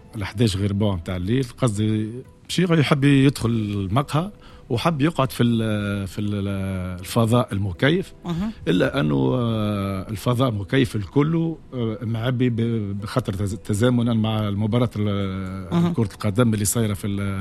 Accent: Kairouan, Kairouan Governorate, Tunisia; انا من القيروان

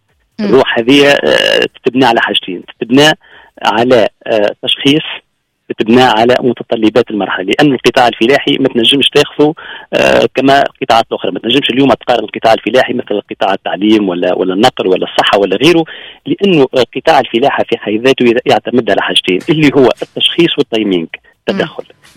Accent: Sfax Governorate, Tunisia; حتى إحنا عندنا في صفاقس

